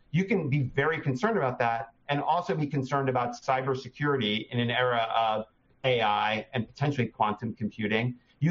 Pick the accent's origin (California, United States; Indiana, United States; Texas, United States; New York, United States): New York, United States; I'm originally from New York myself